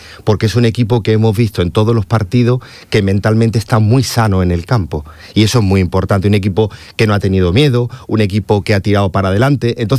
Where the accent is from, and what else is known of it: Andalusia, Spain